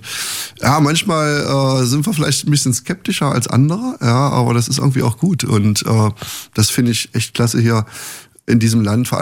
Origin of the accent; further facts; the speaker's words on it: Saxony-Anhalt, Germany; Im Harz habe ich gearbeitet. Das ist so meine Heimat.